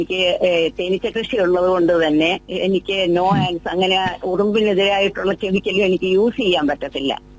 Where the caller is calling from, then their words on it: Ulloor, Kerala, India; ഉള്ളൂരിൽ നിന്നാണ്